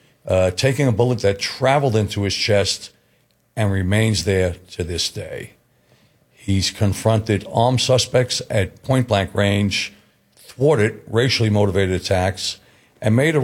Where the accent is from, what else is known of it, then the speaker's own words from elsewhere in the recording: New York City, New York, United States; Both of us growing up in the Bronx.